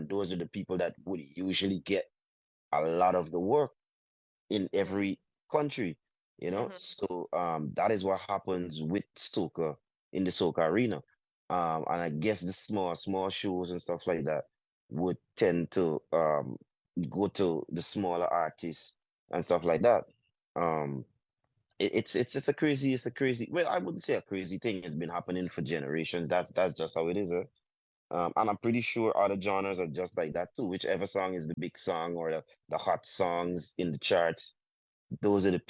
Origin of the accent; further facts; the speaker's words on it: Guyana; I'm happy I'm from Guyana